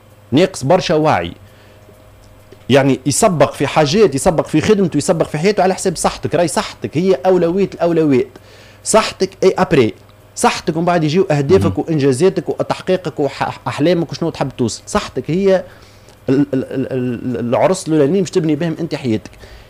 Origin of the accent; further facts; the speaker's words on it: Tunisia; احنا مواطن تونسي يقعد بار اكزومبل شاد الصف الصباح ربع ساعة